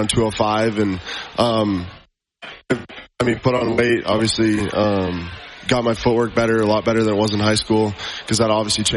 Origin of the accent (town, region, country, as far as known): Helena, Montana, United States; born or raised there